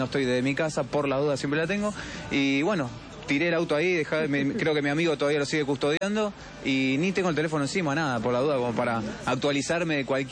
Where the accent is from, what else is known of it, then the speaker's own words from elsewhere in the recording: Buenos Aires, Argentina; Soy de Liniers.